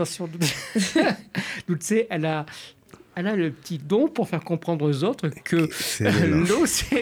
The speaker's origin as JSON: {"language": "French", "region": "Auvergne-Rhône-Alpes", "country": "France", "said": "je suis auvergnat"}